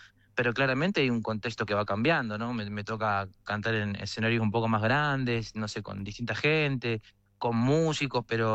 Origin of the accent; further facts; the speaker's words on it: Argentina; accent: Argentine; porque de repente nos escuchaban el acento y nos decían, ah, argentinos